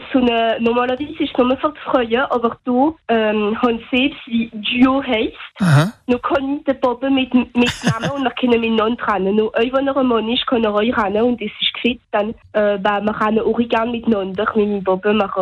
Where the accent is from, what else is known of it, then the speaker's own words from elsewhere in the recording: Strasbourg, Grand Est, France; ich bin 14 Jahre alt und ich komme aus Straßburg.